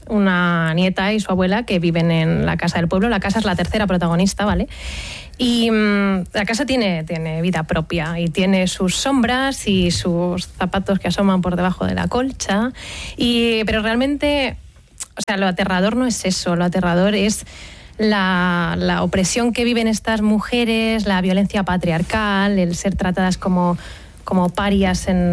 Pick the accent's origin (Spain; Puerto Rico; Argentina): Spain; Andalusia; accent: Andalusian; Andaluz, creo que me lo notáis en mi voz y en mi acento.